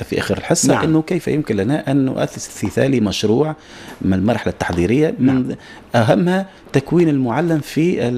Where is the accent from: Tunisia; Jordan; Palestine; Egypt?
Tunisia; احنا كعائلة تونسية